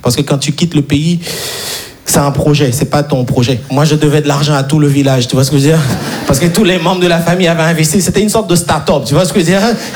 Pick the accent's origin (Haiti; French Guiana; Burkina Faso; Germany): Haiti; moved away as an adult; now in Paris, France; je suis né et grandi en Haïti